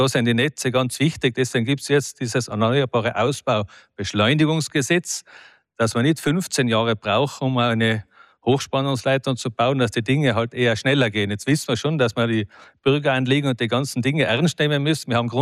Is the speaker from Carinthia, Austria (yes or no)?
no; Tyrol, Austria; Ich komme aus dem Zillertal.